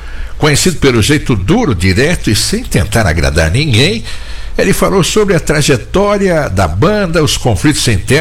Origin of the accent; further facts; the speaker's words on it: Brazil; Araci mora em Cesário, minha cidade natal.